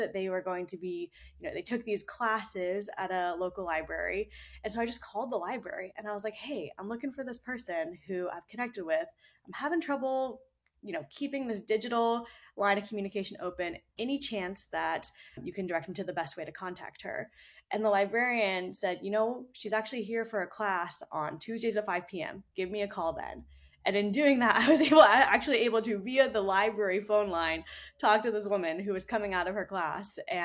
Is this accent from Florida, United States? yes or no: no; Texas, United States; My most recent reporting happened in my home state of Texas.